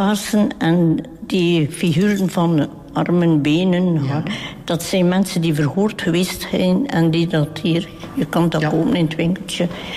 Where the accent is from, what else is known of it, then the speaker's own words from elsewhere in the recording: Nieuwpoort, Flanders, Belgium; Van aan de kust, van Niepoort ben ik.